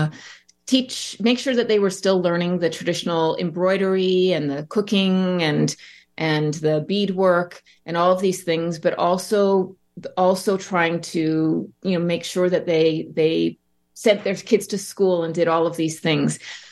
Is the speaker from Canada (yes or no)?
yes; Edmonton, Alberta, Canada; So I grew up in Edmonton in the 1980s